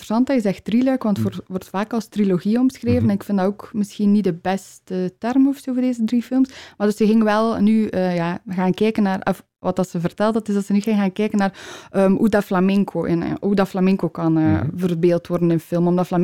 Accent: Balearic Islands, Spain; ga ik even meegeven dat ik van Mallorca ben.

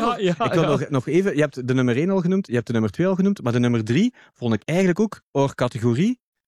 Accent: Flanders, Belgium; We hebben daar wel een goede naam in, denk ik, hè? Als Vlamingen of als Belgen.

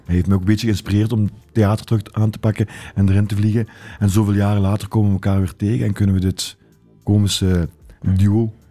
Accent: Neerpelt, Flanders, Belgium; born there; Dat is in Neerpelt, mijn geboortedorp.

